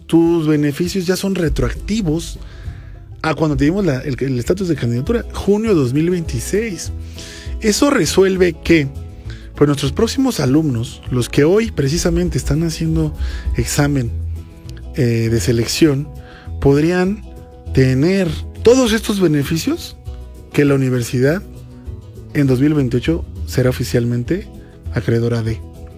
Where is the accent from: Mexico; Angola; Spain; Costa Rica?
Mexico; Ahora, como mexicanos, la diáspora que se calcula diáspora